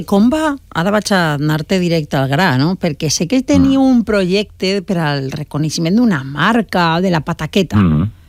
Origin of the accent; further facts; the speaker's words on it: Valencian Community, Spain; jo li dic perquè jo sóc de l'Horta i en les falles sí que li tirem mà.